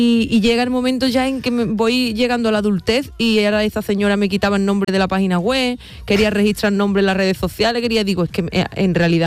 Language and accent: Spanish; Andalusia, Spain; accent: like the people of Chipiona; hablo como la gente de Chipiona, porque mi pueblo está al lado